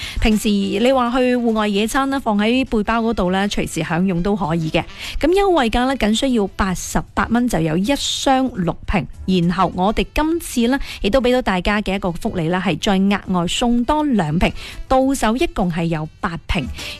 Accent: Guangdong, China

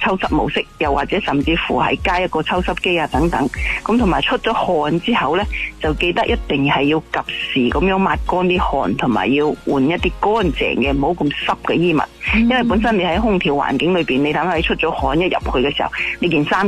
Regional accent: Guangdong, China; 我哋广东人最兴就煲汤啦

